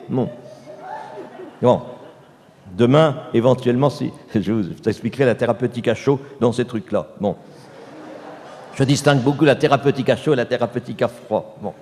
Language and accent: French; Cambrai, Hauts-de-France, France; On a dit tout à l'heure que je venais de Cambrai, célèbre pour ses bêtises. Mais à Cambrai, il y a de bonnes choses.